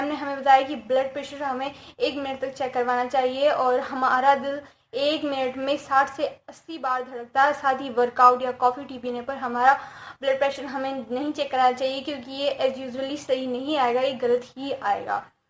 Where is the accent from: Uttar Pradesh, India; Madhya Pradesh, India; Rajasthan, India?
Rajasthan, India; Kankra; मैं विलेज कांकरा राजस्थान से हूँ।